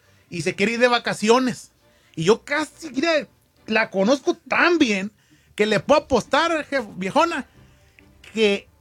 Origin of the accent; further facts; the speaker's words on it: Sinaloa, Mexico; Supuestamente patrón. Yo grito, yo así hablo. Soy de Sinaloa.